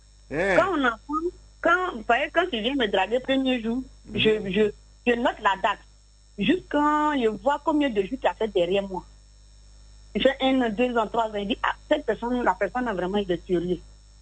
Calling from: Bobo-Dioulasso, Hauts-Bassins, Burkina Faso; Je suis à Bobo.

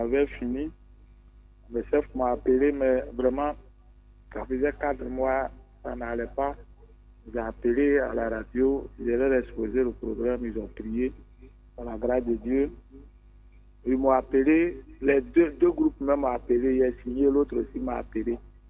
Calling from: Abidjan, Côte d’Ivoire; Je vous appelle de Yopougon-Jesco.

